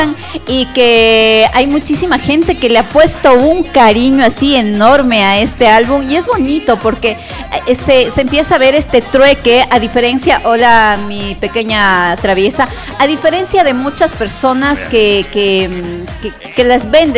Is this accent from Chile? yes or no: no; Ecuador; es el unirnos como ecuatorianos